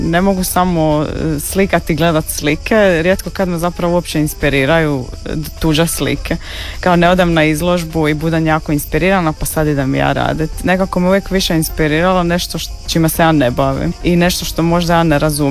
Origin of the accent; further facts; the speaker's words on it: Zadar, Zadar County, Croatia; Odrasla sam u Zadru i nisam baš imala priliku sad prečesto ići na neke izložbe van Zadra.